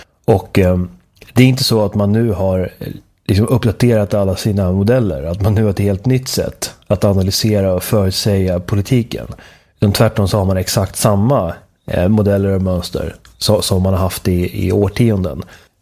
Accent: Sweden

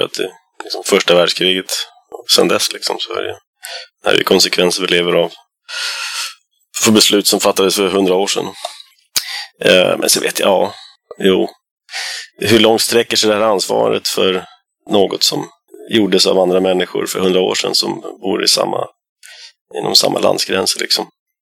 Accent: Sweden; Som svensk

